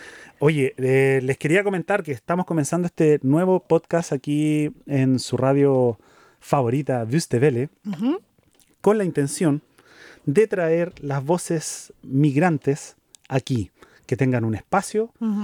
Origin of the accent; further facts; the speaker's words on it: Chile; moved away as an adult; now in Tübingen, Germany; yo vengo de Chile y también llegué a este lugar hace cerca de 9 años atrás.